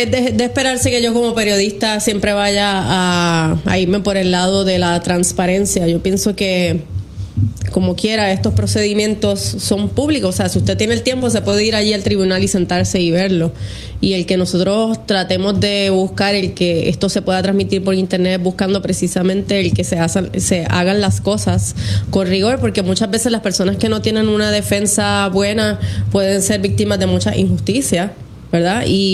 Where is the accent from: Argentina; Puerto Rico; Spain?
Puerto Rico; Caguas; yo soy de Caguas